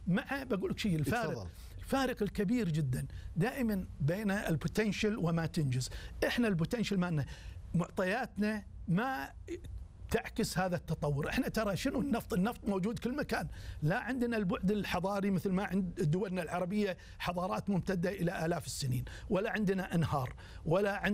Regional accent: Kuwait; احنا الكويت

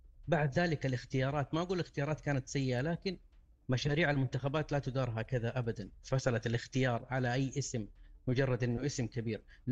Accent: Saudi Arabia; ونحن كسعوديين

